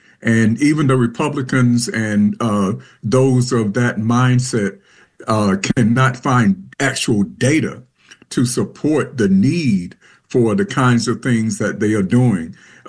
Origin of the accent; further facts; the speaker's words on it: North Carolina, United States; I'm from Eastern North Carolina